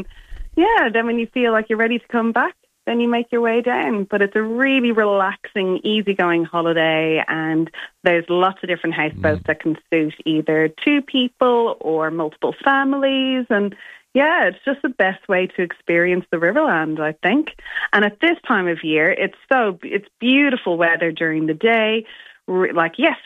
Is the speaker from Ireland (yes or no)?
yes; Ireland; moved away as an adult; now in Renmark, Australia; So, originally, I'm Irish, and I came here 15 years ago, and I'm the tourist who hasn't left.